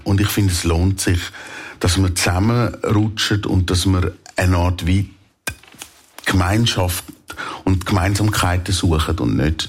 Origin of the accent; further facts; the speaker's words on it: Männedorf, Zurich, Switzerland; Und das ist so nah an meiner Heimat, das ist das Rapperswil. Ich bin Männendörfli, ich bin Seebub.